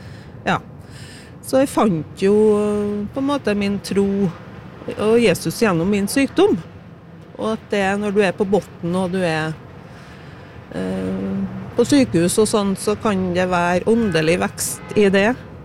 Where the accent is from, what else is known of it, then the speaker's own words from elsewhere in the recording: Trøndelag, Norway; now in Orkanger, Norway; Laksøybygda I Orskland kommune, litt sør-vest for Trondheim.